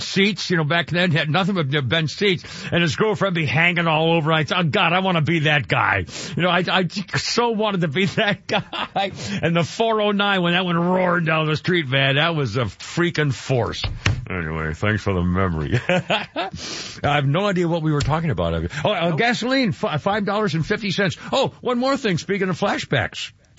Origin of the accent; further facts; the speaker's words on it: New England, United States; growing up in New England, when I was probably, I don't know, I guess 15, 14, no, maybe 13, 14